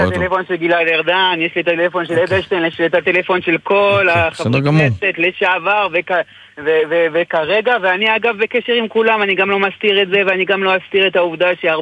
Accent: Canada; גדלנו בקנדה ודיברנו על הוקי, לא דיברנו על, לא ידענו בכלל מה זה וורלד קאפ, לא ידענו בכלל מה זה.

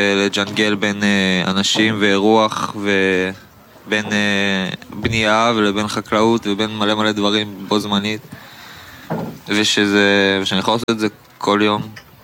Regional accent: Tzipori, Northern District, Israel; אני בן 19, מציפורי.

